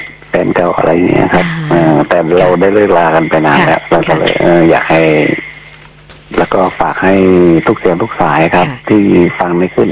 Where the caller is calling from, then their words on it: Si Satchanalai, Sukhothai, Thailand; อยู่แถวอำเภอศรีสัตครับ